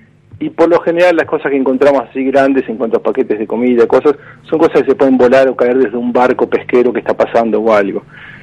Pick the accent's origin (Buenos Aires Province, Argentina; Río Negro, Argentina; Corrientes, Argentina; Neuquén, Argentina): Río Negro, Argentina; Bariloche; also born or lived in Buenos Aires; now in Puerto Madryn, Argentina; yo soy mudado acá, vine hace 11 años a vivir. Ajá. Yo soy de Bariloche, estudié en Buenos Aires.